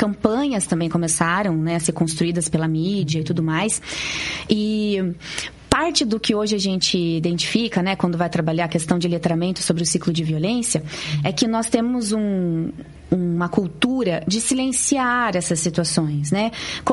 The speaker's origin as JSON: {"language": "Portuguese", "town": "Curitiba", "region": "Paraná", "country": "Brazil", "tie": "born or raised there", "said": "né, aqui em Curitiba, na região sul, lá na regional do Boqueirão, né, onde eu fui criada"}